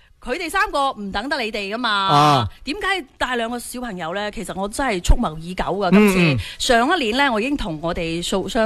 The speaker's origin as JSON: {"language": "Cantonese", "region": "Guangdong", "country": "China", "said": "作为我哋广东人"}